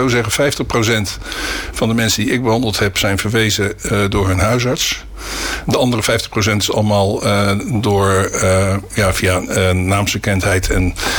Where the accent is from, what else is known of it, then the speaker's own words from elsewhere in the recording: Schiedam, South Holland, Netherlands; moved away as an adult; now in Vlaardingen, Netherlands; Ik ben geboren in Schiedam in 1954. En ik woon nu zo'n 40 jaar in Vlaardingen.